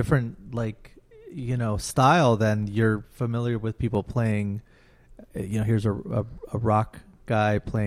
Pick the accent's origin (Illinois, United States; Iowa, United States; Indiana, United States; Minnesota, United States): Illinois, United States; Chicago; I'm from not too far from Bridgeport, but from a little village